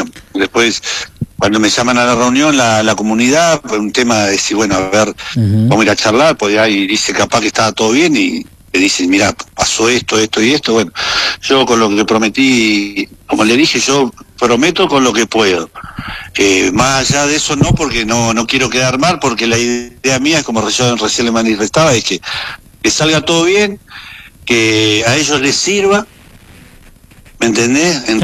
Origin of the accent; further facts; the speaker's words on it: Junín, Argentina; A mí lo que me importa es que quede bien visto mi pueblo.